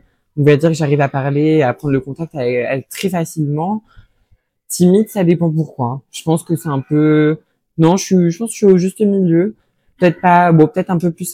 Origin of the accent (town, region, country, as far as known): Normandy, France; moved away as an adult; now in Paris, France